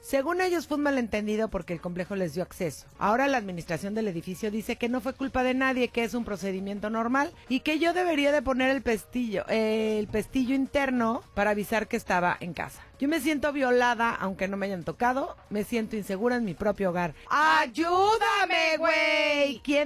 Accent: Mexico City, Mexico; moved away; yo sí crecí en la Ciudad de México

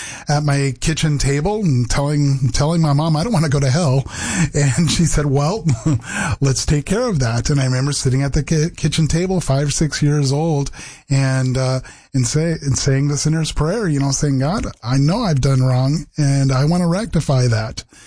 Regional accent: Vancouver, Washington, United States; also born or lived in South America; I grew up right here in the Pacific Northwest in Vancouver, Washington. Was born and raised there, but quickly after graduating from the university, I actually found myself down in South America.

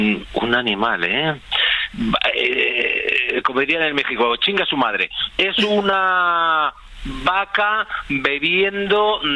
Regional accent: Spain; yo en España, somos españoles, nadie las pasa

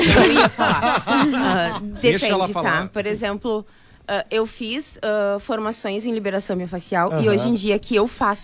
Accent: Porto Alegre, Rio Grande do Sul, Brazil; que eu sou de Porto Alegre.

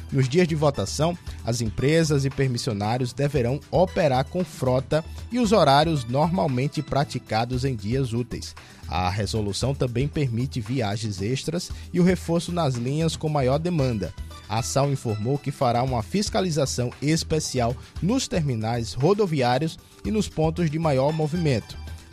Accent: Rio Largo, Alagoas, Brazil; now in Maceió, Brazil; minha terra natal, que é o Tinga Leão. Muitas pessoas que saem de Maceió, daqui do centro, do Farol, para poder votar lá na Utinga, que é um bairro lá do município de Rio Largo.

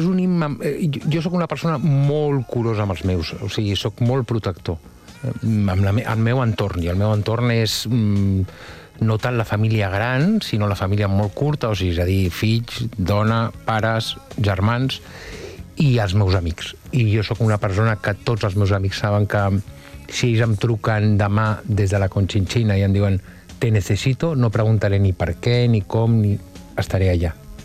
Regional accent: Barcelona, Catalonia, Spain; vinc d'una família de classe mitja alta de la ciutat de Barcelona, molt clàssica i molt típica, no?, de professionals liberals

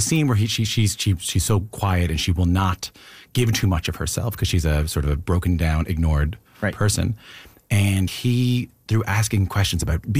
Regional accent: Newfoundland and Labrador, Canada; And I'm Irish Catholic from Newfoundland.

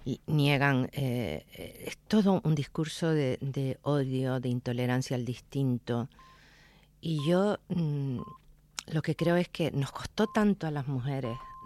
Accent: Canary Islands, Spain; los canarios que fuimos emigrantes

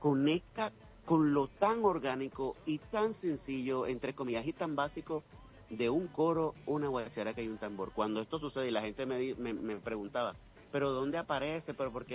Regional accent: Caribbean Region, Colombia; Okay, soy del Caribe colombiano, pero a ver, estudié música tradicional del Caribe colombiano en la Universidad del Atlántico.

